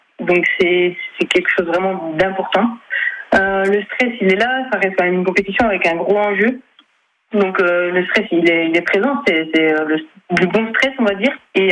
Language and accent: French; Morteau, Bourgogne-Franche-Comté, France; born or raised there